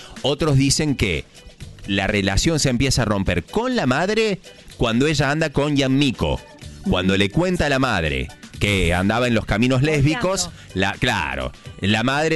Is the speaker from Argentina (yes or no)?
yes; Córdoba, Argentina